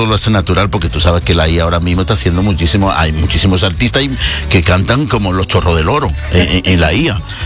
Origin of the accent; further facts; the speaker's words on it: Salcedo, Hermanas Mirabal, Dominican Republic; yo soy de Cibao también, vea por dónde. De Salcedo.